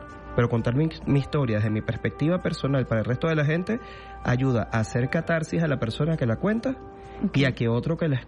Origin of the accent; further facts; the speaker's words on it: Venezuela; Nosotros como sociedad venezolana